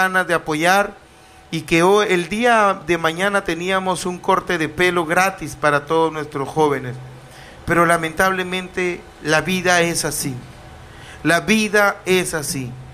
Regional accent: Túcume, Lambayeque, Peru; yo me comprometo a trabajar con mi pueblo de Túcume

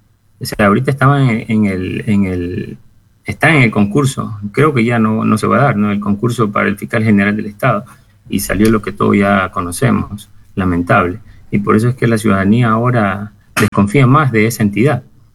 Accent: Guayaquil, Guayas, Ecuador; yo soy guayaquileño con sangre manaba, mi mamá es manaba … más manaba que cualquiera

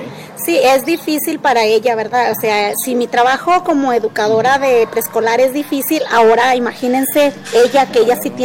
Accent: Tomochi, Chihuahua, Mexico; yo soy del municipio de Guerrero, soy de Tomochi. Tengo 22 años de servicio. Siempre he estado en la sierra.

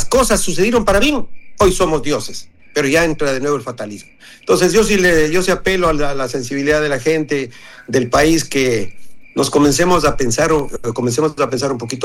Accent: Ecuador; este es el fatalismo que a veces nos hace daño como ecuatorianos

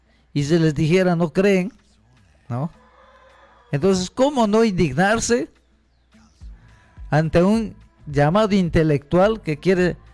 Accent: Nuevo Lima, San Martín, Peru; born there; también tengo raíces serranas, no por el hecho que he nacido en mi pueblo Nuevo Lima, Bajo Viabo, provincia de Bellavista. Soy selvático, soy chunchito, como suelen decir muchos, ¿no? No, también tengo en la sangre, sangre serrana.

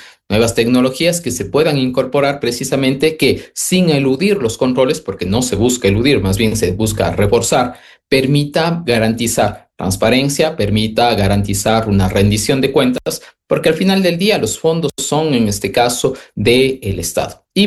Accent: Ecuador; lo que nos ha pasado como ecuatorianos es que cada 10 años

